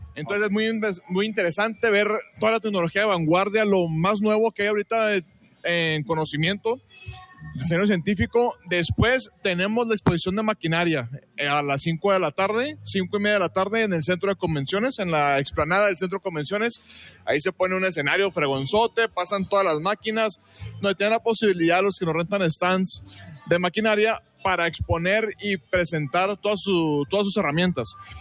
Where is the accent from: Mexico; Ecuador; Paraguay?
Mexico